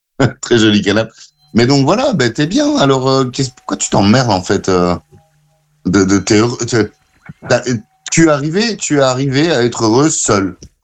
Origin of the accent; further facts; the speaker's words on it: Belgium; Je suis belge, je parle pas toujours bien français